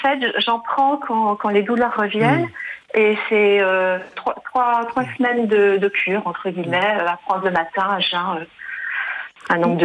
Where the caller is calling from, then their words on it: Brittany, France; Je vous appelle à côté de Rennes.